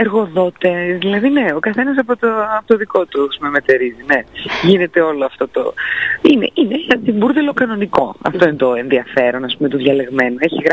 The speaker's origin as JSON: {"language": "Greek", "town": "Drama", "region": "Eastern Macedonia and Thrace", "country": "Greece", "said": "επειδή είμαι από τη Βόρεια Ελλάδα, είμαι από τη Δράμα"}